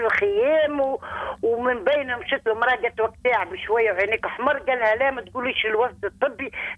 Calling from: Tunisia; من القصري.

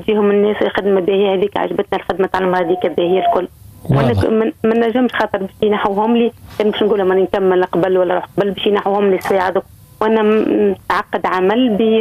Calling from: France; نكلم فيكم من الخارج خوي. منين بالضبط؟ من فرنسا.

